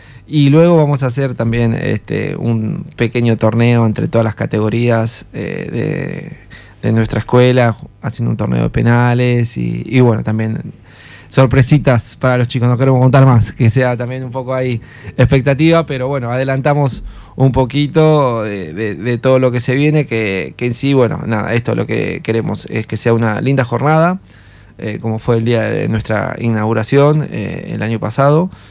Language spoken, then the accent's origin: Spanish; Argentina; somos Argentina